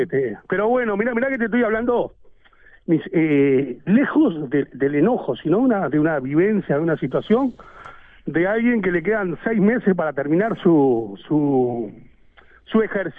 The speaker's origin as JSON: {"language": "Spanish", "country": "Uruguay", "said": "el dolor que tenemos todos como uruguayo"}